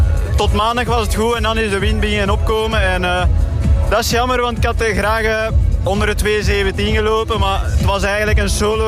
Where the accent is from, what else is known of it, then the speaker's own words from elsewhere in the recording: Mechelen, Flanders, Belgium; now in Tremelo, Belgium; Ik ben van Mechelen, maar ik woon in Tremelo.